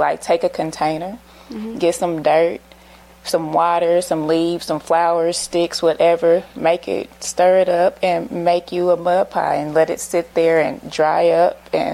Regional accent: Kansas City, Kansas, United States; I was born here in the Dot, of course, on 37th Street, as some people used to call the Trey Block.

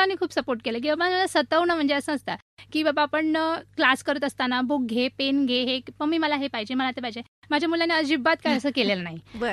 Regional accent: Mumbai, Maharashtra, India; moved away as an adult; now in Sangli, India; मी मूळच्या मुंबईची आहे. मुंब्रा इथे माझं पूर्ण शिक्षण झालेलं आहे.

